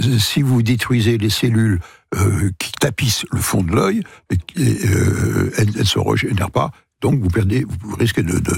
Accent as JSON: {"language": "French", "town": "Paris", "region": "Île-de-France", "country": "France", "said": "Alors, moi je parle pour Paris, en tant que Parisien, il n'y a pas 36 endroits."}